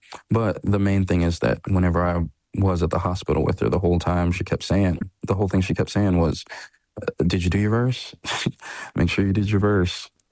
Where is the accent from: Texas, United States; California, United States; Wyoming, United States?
Texas, United States; Dallas